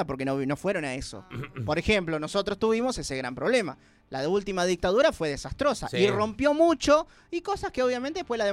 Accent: Argentina

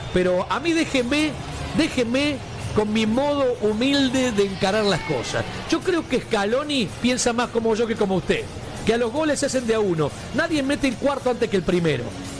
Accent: Argentina; yo digo lo que, como argentino también tengo mis reservas

